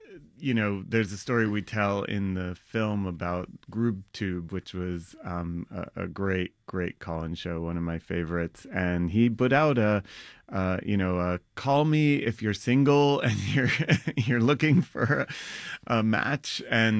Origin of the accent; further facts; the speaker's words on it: Brooklyn, New York, United States; I mean, I grew up in Brooklyn as well